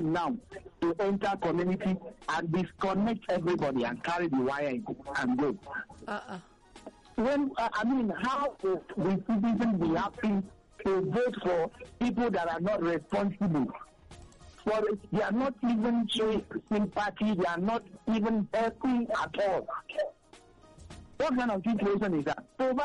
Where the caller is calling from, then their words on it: Lagos, Nigeria; I'm calling from Lagos.